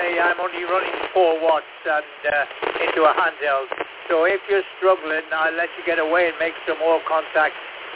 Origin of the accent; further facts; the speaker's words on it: Ireland; now in England; I originate from Ireland and I've been here 60 years in England.